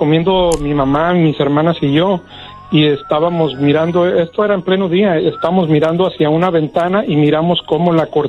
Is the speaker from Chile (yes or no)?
no; Mexico; now in Gurnee, United States; No, pues mire, fíjense, cuando nosotros llegamos de México para acá, para Estados Unidos, llegamos a un lugar que se llama Gurnee, Illinois.